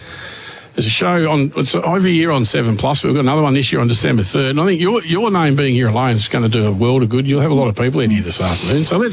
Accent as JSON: {"language": "English", "region": "New South Wales", "country": "Australia", "said": "I'm from the Hunter Valley."}